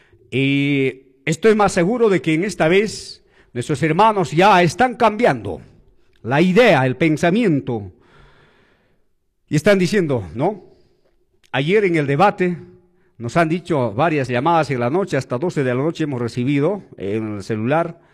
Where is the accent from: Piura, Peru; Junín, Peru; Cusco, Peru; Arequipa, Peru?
Cusco, Peru; Chumbivilcas; que gestionara para mi provincia de Chumbivilcas.